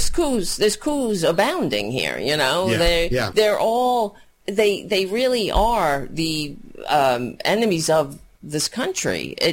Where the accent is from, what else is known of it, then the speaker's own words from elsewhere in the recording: Staten Island, New York, United States; I grew up in New York. Okay, so yes, because I grew up on Staten Island